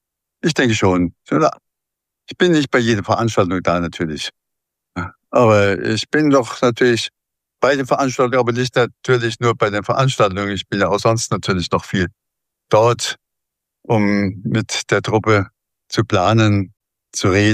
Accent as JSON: {"language": "German", "region": "Bavaria", "country": "Germany", "also_born_or_lived": "Munich", "moved": "yes", "lives_now": "Wiesbaden, Germany", "said": "Ich bin ein Bayer und bleibe Bayer."}